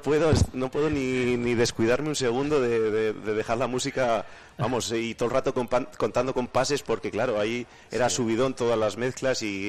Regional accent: Spain; yo soy de Matamalas, de un pueblo

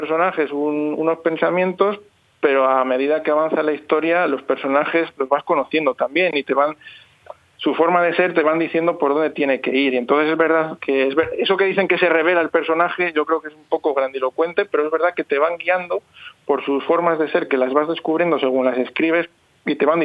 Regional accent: Valladolid, Castile and León, Spain; moved away; Yo no vivo en Valladolid, pero es volver a casa con mis familiares, con mis amigos, en Noletum, que es la librería donde yo he crecido, donde he ido siempre desde que era pequeño.

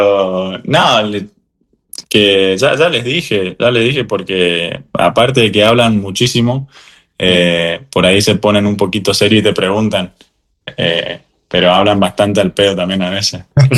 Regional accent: Argentina

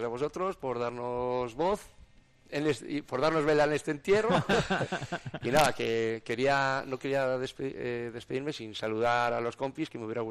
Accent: Soria, Castile and León, Spain; En mi zona, pues, ¿qué os voy a decir? La zona de Pinares, ya no solo mi pueblo, la zona de Pinares es que es increíble.

